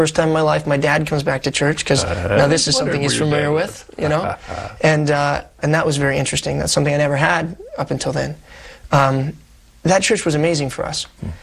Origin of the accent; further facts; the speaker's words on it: Columbus, Ohio, United States; Born and raised in Columbus, Ohio.